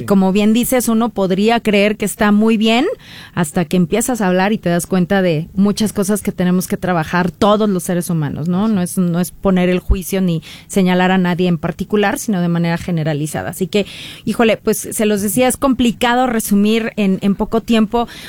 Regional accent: Mexico

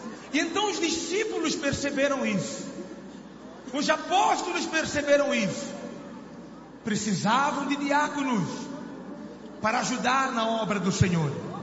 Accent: Mozambique

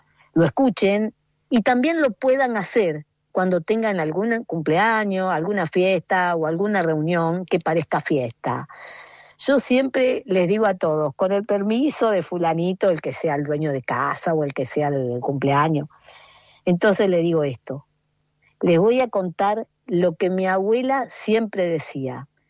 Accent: Argentina; siento que nosotros como latinos, no sé si todos los latinos, pero los argentinos más que todos, tenemos algo muy especial.

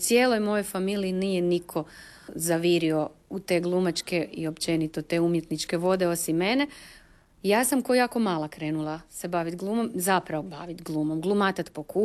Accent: Zagreb, City of Zagreb, Croatia; Došli su u Zagreb, tu smo se rodili i brat i ja, živjeli su u Zagrebu cijeli život.

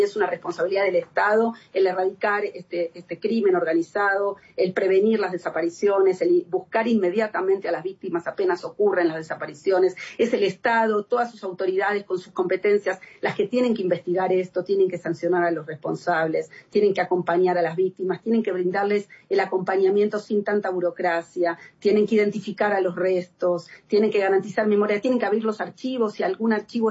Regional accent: Argentina; Vengo de Argentina y saben toda la discusión que hay sobre si son 30.000 o no son 30.000.

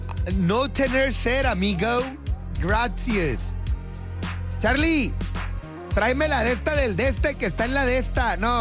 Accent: Mexico; Y soy mexicano y me gusta

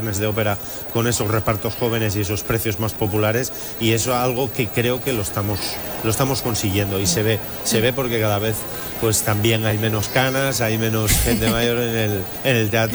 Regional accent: Avilés, Asturias, Spain; born there; also born or lived in Ujo; Yo soy de Avilés, aunque soy oriundo de Ujo, mi familia es de la cuenca minera del Caudal, pero yo nací en Avilés

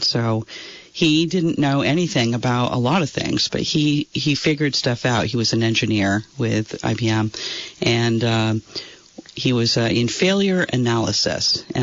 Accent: Fairfax, Virginia, United States; also born or lived in Massachusetts; growing up in Fairfax was a wonderful experience for me because, my father packed us up in the VW bus. He lived in Massachusetts. I was actually born in Massachusetts, so I was 3 years old when we came here.

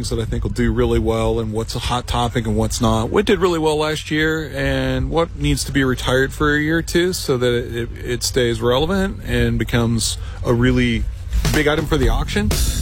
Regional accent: St. Joseph, Missouri, United States; also born or lived in Dearborn, Missouri / Maryville, Missouri; I'm from a little town called Dearborn, Missouri. But I am from Kansas City area. Grew up in St. Joe and went to college in Maryville.

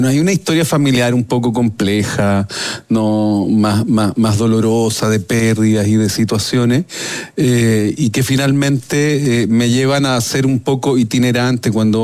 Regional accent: Recoleta, Santiago Metropolitan Region, Chile; tengo una familia bien extendida. Entonces, cuando yo nazco efectivamente en Recoleta, en lo que era la antigua clínica alemana, hoy clínica Dávila, y habitábamos en calle Agustina

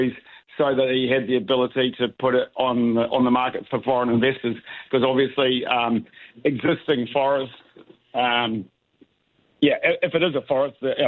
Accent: Gisborne, New Zealand; I grew up in Gisborne, but I've been away sort of actually a bit like you, Jamie.

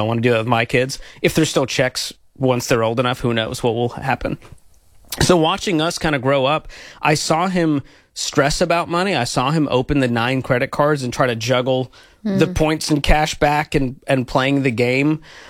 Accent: Boston, Massachusetts, United States; I grew up in Boston, immigrant parents from the Middle East. We had a pretty middle-class upbringing.

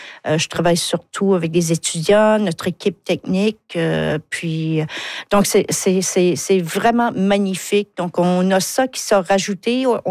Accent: Carleton, Quebec, Canada; Moi je dis autant des monuments, je viens de Carleton, donc c'est une pile de roches avec du ciment puis une plaque en bronze.

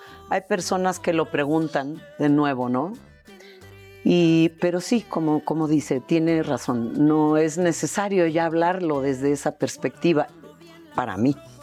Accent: Mexico; En mi pueblo la gente decía, hombre, la madre patria. Y yo decía, ¿cuál madre patria? Si esta es la madre patria aquí en México, ¿no?

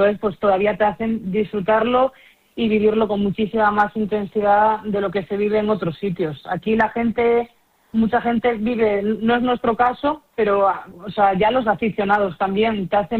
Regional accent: Cangas, Galicia, Spain; moved away; me incorporo pues al club de mi pueblo y donde empecé y pues voy a empezar la labor de preparadora física y de entrenadora en el club de remo de Cangas.

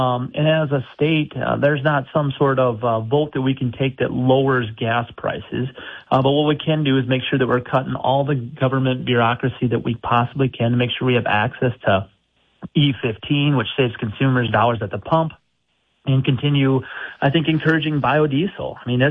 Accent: South Dakota, United States; born there; moved away as an adult; And I'm one of those stories. My wife and I graduated high school, graduated college here, and then left to pursue other degrees, and then came back. And I think when you look at South Dakota, it's just such a diverse place.

